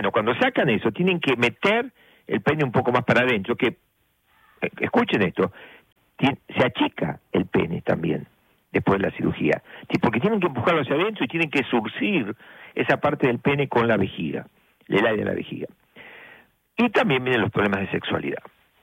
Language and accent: Spanish; La Plata, Buenos Aires Province, Argentina; born there; moved away; allá en la calle 1 y 42, en La Plata, donde nací, enfrente del ferrocarril Roca.